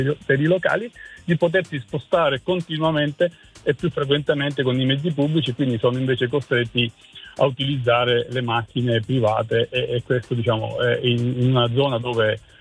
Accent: Apulia, Italy; born there; now in Bolzano, Italy; io chiamo da Bolzano perché vivo a Bolzano da tantissimi anni, okay. Ma sono salentino di nascita.

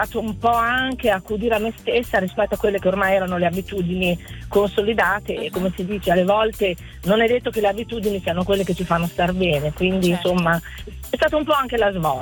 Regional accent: Valdobbiadene, Veneto, Italy; noi siamo di Val d'Abbiadene, quindi Alta Collina.

